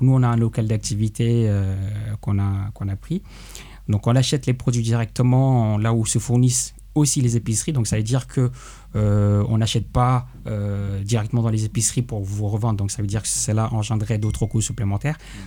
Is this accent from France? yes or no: yes; Rennes, Brittany, France; Donc, je suis rennais. Donc, j'ai fait mes études ici.